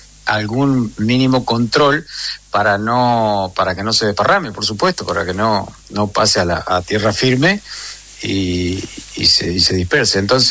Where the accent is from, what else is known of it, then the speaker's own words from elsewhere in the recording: La Paz, Entre Ríos, Argentina; Acá también en la zona de La Paz, yo soy de La Paz